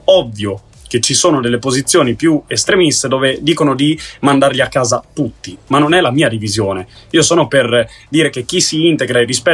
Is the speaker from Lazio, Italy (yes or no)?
no; Reggio Emilia, Emilia-Romagna, Italy; perché io sono di Reggio Emilia